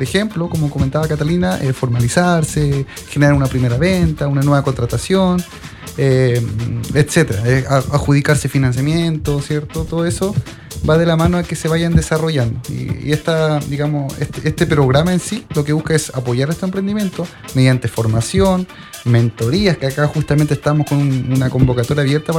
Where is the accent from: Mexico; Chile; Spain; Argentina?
Chile; Queilén, Los Lagos; Pero es bonito estar acá en Chiloé. O sea, yo soy de Keilen. He estado en otras partes, pero es bonito estar desde acá levantando esta iniciativa